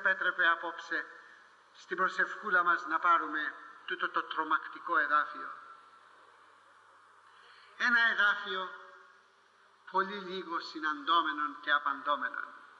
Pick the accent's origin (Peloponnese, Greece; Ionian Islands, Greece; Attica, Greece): Ionian Islands, Greece; Corfu; moved away; στην πατρίδα μου την Κέρκυρα